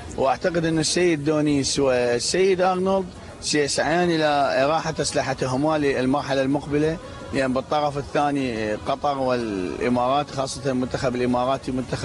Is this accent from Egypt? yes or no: no; Iraq; إحنا كإعلام عراقي